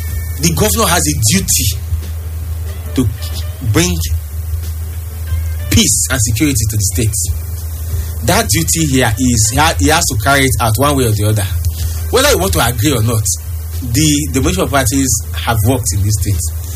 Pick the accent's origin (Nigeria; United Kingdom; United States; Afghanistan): Nigeria; I grew up in this state in the 90s.